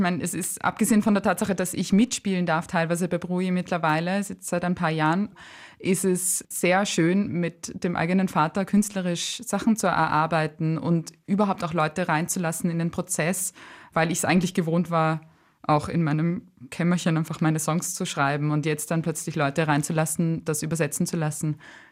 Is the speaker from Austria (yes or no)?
yes; Vienna, Austria; also born or lived in Oberpullendorf; Ich bin tatsächlich in Oberbullendorf geboren, in Unterbullendorf ist meine Familie, aber ich bin eigentlich in Wien aufgewachsen. Also ich war von klein an immer in Wien